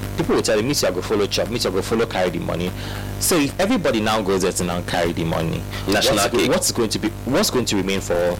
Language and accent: English; Nigeria; as a Nigerian